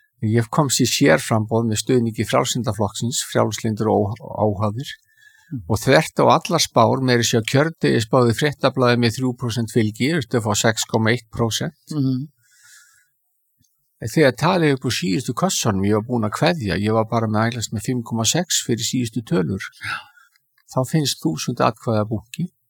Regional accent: Reykjavík, Capital Region, Iceland; Ég er alinn upp í Skaftahlíðinni sem er mitt og milli þessa gamla framvallar og valsvallarins undir æsku hlíðinni.

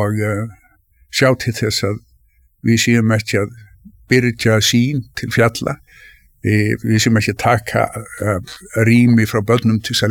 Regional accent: Reykjavík, Capital Region, Iceland; born or raised there

